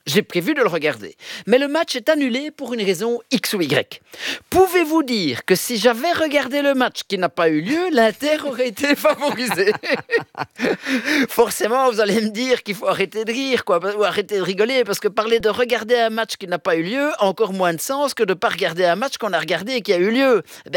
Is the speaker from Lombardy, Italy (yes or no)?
yes; Milan, Lombardy, Italy; born there; quelque part je suis né à Milan.